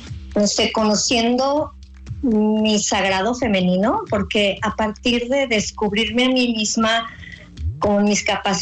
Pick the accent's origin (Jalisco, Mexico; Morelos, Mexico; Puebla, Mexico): Puebla, Mexico; yo soy una mujer poblana, tengo 53 años